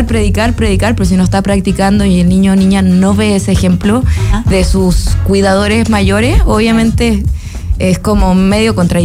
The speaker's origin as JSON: {"language": "Spanish", "country": "Chile"}